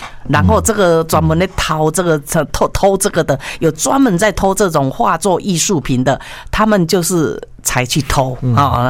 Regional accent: Taiwan; 我们台湾人

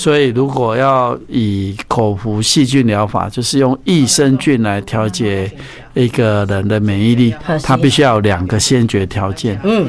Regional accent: Taiwan; 它根本不会定植在我们台湾人的肠道。

